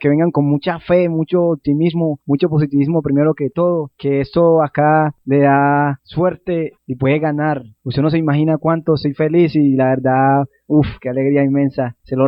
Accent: Cartagena, Bolívar, Colombia; moved away as an adult; Me estaba yendo muy bien en la ciudad de Cartagena, mi tierra natal.

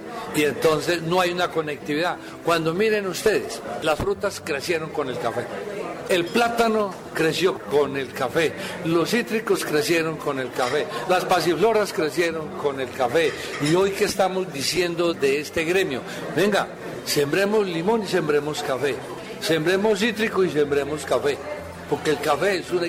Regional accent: Armenia, Quindío, Colombia; born there; Mi familia es de Caramanta, de Jardín, Antioquia. Nací en Armenia, Quindío, Cuyabo, con raíces paisas, con raíces de todo el país

